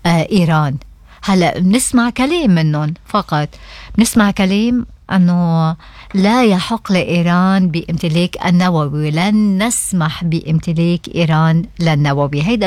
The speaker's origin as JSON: {"language": "Arabic", "country": "Lebanon", "said": "حزب الله عنا بلبنان"}